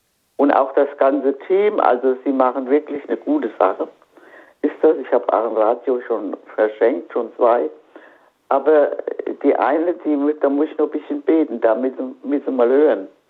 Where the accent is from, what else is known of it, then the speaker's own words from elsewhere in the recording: Bad Orb, Hesse, Germany; nach Bad Orb, oberhalb von Bad Orb noch, wo ich her bin, und da wohnt noch mein Bruder